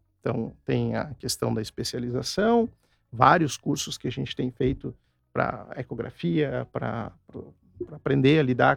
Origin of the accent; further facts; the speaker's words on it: Caxias do Sul, Rio Grande do Sul, Brazil; eu sou caxiense de origem, né, eu vivi minha infância e minha adolescência em Caxias do Sul